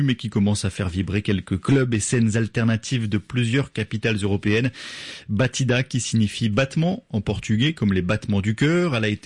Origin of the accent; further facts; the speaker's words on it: São Tomé & Príncipe; Moi, je viens de Sao Tomé.